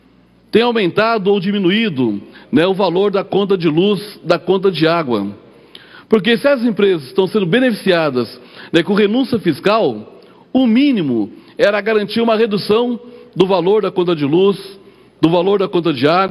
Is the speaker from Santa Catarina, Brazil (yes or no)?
no; São Paulo, Brazil; para nós que somos aqui da Grande São Paulo